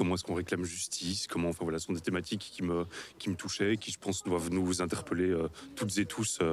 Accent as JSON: {"language": "French", "town": "Brussels", "region": "Brussels-Capital Region", "country": "Belgium", "tie": "born or raised there", "said": "j'ai 47 ans et je suis bruxellois depuis toujours."}